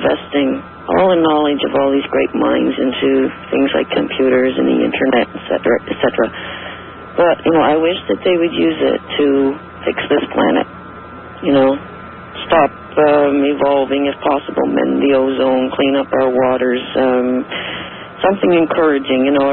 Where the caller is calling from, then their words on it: Ontario, Canada; calling from Ontario, Canada.